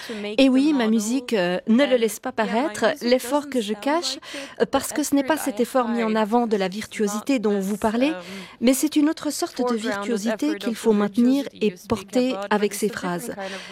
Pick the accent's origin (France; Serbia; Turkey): Turkey; accent: Turkish; first language Turkish; French is a second language; moved away; mon accent turc